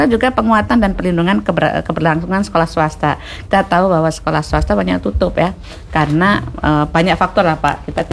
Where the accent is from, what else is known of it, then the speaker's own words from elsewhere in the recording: Tanjung Pinang, Riau Islands, Indonesia; karena saya orang Tanjung Pinang